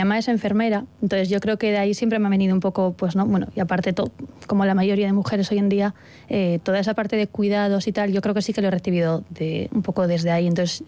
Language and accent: Spanish; San Sebastián, Basque Country, Spain; fue la primera vez que yo soy de Donosti, entonces la primera vez que salía de casa durante 4 años, eso, a apañártelas tú, fuera de casa